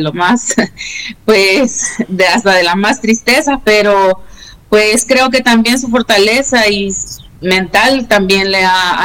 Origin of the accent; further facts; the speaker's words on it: Nicaragua; born there; Con mi mamá, pues, fuimos exiliadas y yo nací en Nicaragua en el 85, ¿verdad? Yo tengo 41 años.